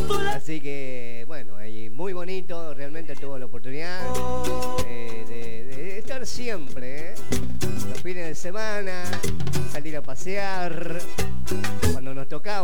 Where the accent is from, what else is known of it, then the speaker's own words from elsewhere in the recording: Jujuy, Argentina; now in Ushuaia, Argentina; Acá somos residentes jujeños, vivimos en Monoblog.